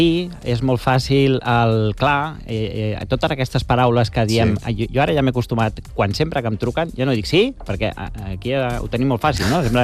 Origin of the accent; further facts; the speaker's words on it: Galicia, Spain; saps que jo vinc de Galícia, de família gallega, i jo de petitó, a casa dels meus avis, tenien aquella garrafa de vidre gran